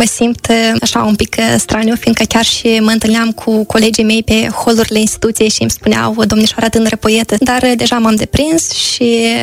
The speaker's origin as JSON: {"language": "Romanian", "country": "Moldova", "said": "Data de 24 pentru noi ca moldoveni are un loc aparte."}